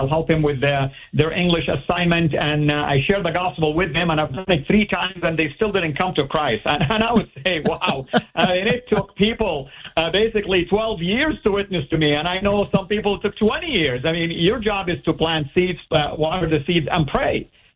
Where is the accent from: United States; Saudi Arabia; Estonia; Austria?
Saudi Arabia; Everybody there knew I'm still a Muslim. I'm from Saudi.